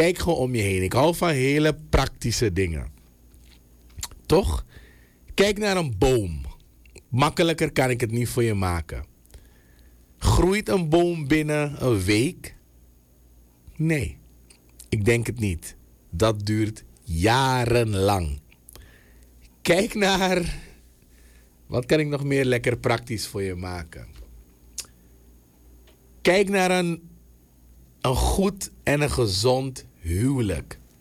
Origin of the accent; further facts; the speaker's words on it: Suriname; als Surinamers